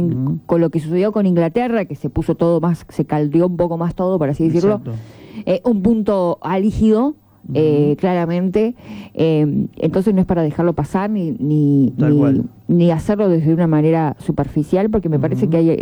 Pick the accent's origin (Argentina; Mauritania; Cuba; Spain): Argentina; para desprestigiarnos como argentinos